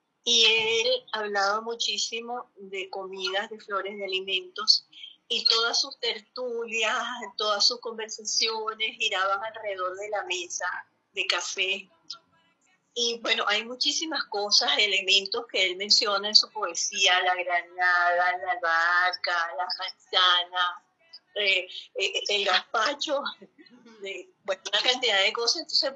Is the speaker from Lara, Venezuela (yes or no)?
yes; Barquisimeto, Lara, Venezuela; Mira, yo soy barquisimetana y cada vez estoy más orgullosa de mi gente